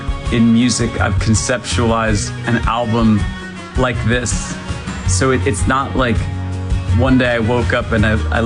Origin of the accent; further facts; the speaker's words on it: Washington, District of Columbia, United States; born there; I was born in America, and I was born in Washington, D.C., probably not far from where you guys are.